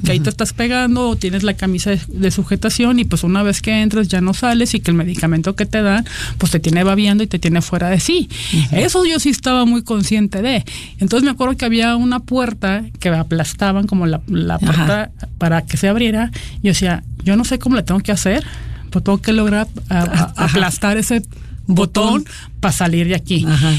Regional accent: Mexicali, Baja California, Mexico; Yo soy de Mexicali y yo no sé cómo lo hicieron mis amigas.

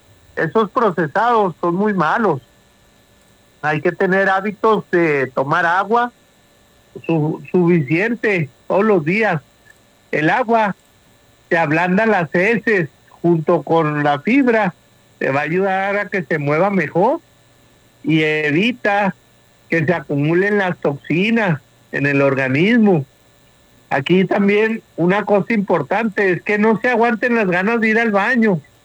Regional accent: Mexico; A nosotros, como buenos mexicanos, nos gusta mucho comer el salchichón, la mortadela.

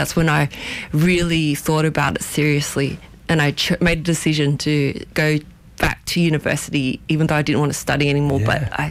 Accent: Australia; I grew up in Australia, but my parents immigrated from Hong Kong.

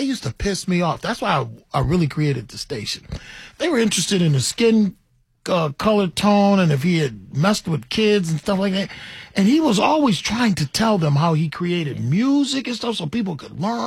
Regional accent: Ohio, United States; So I'm from Ohio.

